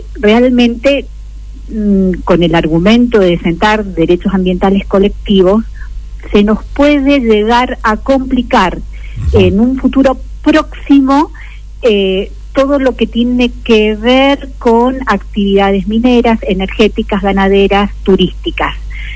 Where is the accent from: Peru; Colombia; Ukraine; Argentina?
Argentina; Mendoza; qué vamos a hacer como mendocinos ante esta postura reiterada que tiene La Pampa respecto a los recursos hídricos